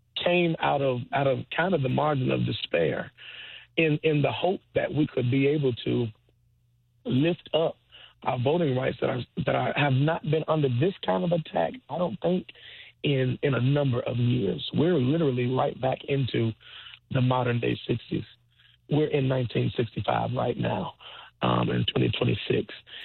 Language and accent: English; Chicago, Illinois, United States; I'll first say that I came from Chicago because I look at Alabama as we all should.